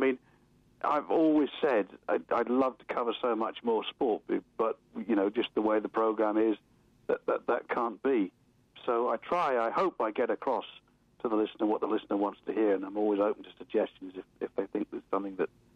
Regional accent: England, United Kingdom; moved away; I'm from England.

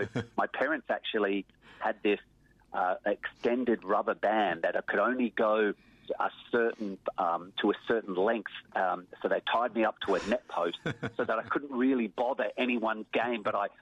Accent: Adelaide, South Australia, Australia; And for me, growing up in Adelaide

